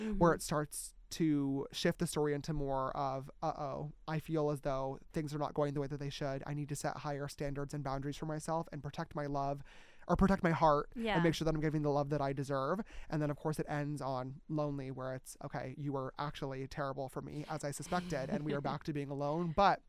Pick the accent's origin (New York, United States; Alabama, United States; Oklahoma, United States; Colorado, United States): New York, United States; moved away; back in my hometown of upstate New York